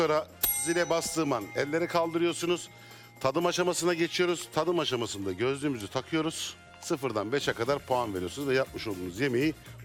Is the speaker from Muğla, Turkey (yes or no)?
no; Ereğli, Konya, Turkey; Ben de Konya Ereğli'liyim.